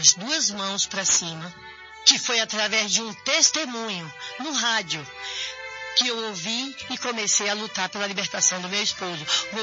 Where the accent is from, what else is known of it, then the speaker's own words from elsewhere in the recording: São Paulo, Brazil; eu venho do Jardim Selma, aqui em São Paulo mesmo.